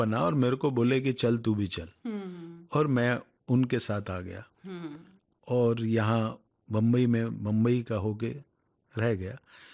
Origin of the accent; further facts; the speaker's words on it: Haryana, India; तो मैं गांव में रहता था, पलवल के पास मेरा गांव है।